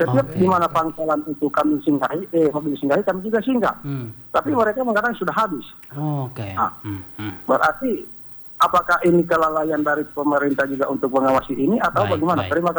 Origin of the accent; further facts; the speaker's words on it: Indonesia; Kami dari Kabupaten Bol ini menyangkut masalah gas LPG